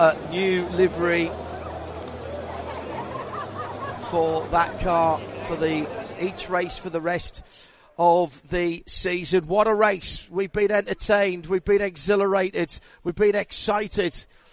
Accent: Imola, Emilia-Romagna, Italy; from Imola, from Italy.

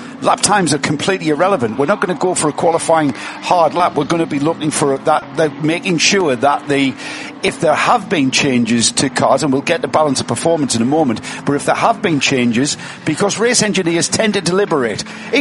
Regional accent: England, United Kingdom; Well, I'm English, so it's 3.

